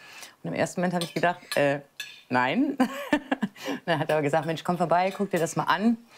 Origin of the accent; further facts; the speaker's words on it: Emminghausen, Germany; Ich bin hier in Emminghausen aufgewachsen